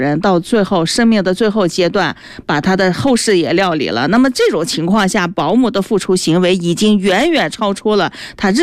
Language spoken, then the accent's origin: Chinese; China; 我们中国人其实是很忌讳谈死亡的。